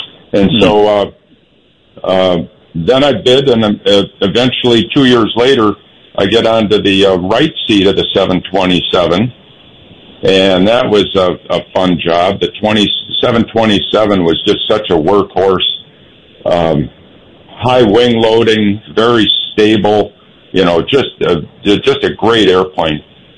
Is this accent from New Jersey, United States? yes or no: no; Minneapolis, Minnesota, United States; I get to Northwest Airlines, my hometown. I'm back to Minneapolis, and I'm thinking, life is great.